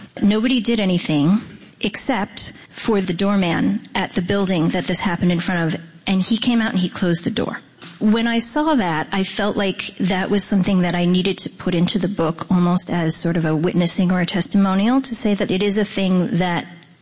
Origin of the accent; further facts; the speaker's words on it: Pennsylvania, United States; born there; In my first elementary school, I was born outside of Pittsburgh, and I was one of two people of color.